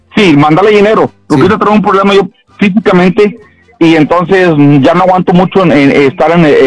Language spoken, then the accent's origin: Spanish; Matamoros, Tamaulipas, Mexico; now in Mercedes, Texas, United States; Soy originario de Matamoros